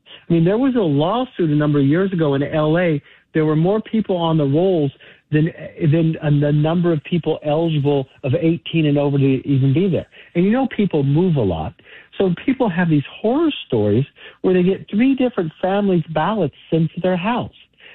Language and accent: English; California, United States; You know, in my years of growing up in California, this is the worst I've ever seen it.